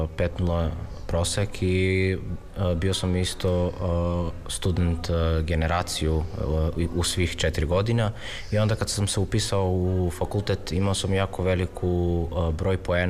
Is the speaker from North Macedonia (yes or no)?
yes; North Macedonia; Pa kod nas u Makedoniju ima posebnu stipendiju koje dobijaju romske studente i romske učenike u srednju i u fakultetu.